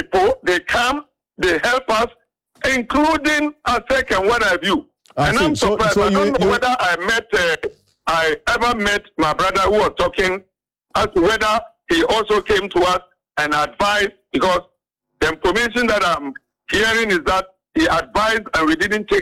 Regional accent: Ghana; I did my work as a Ghanaian

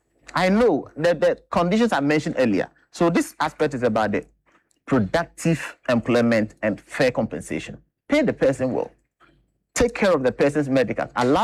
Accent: Bono, Ghana; I'm from Bongahafu or Bono region.

